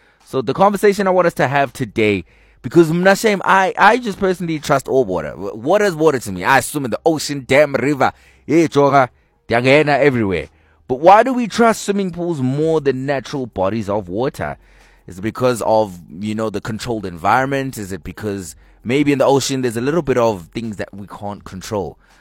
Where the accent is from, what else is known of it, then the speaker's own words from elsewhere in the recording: Eastern Cape, South Africa; I grew up in the Eastern Cape. Dandlaleqonce is probably like a 40-minute drive out to East London, where the ocean and the beaches.